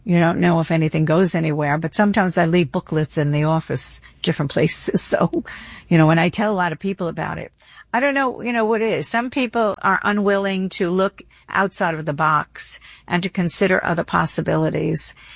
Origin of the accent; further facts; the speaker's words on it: Long Island, New York, United States; I come from Long Island. I take the train in.